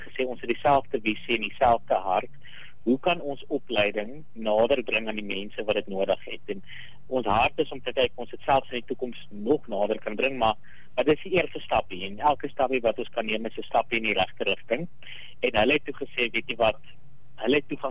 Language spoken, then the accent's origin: Afrikaans; Oudtshoorn, Western Cape, South Africa; ek het self groot geword in Oudtshoorn